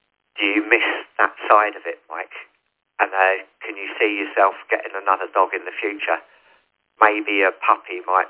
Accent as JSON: {"language": "English", "town": "Rossendale", "region": "North West England", "country": "United Kingdom", "said": "I'm from Rossendale, which is just on the outskirts of Burnley."}